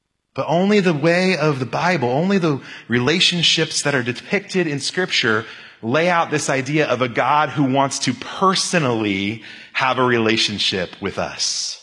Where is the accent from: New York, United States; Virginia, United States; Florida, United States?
Florida, United States; moved away as an adult; also born or lived in Temecula, California; moved to Southern California from Florida, and I thought, you know, I know what hot is, right? I grew up in Florida, but then I moved into Temecula, California, which is in the middle of the desert